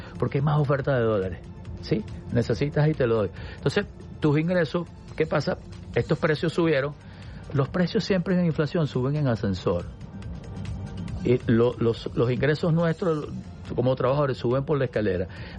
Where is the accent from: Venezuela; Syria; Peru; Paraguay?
Venezuela; lo digo como venezolano, yo no soy empleado público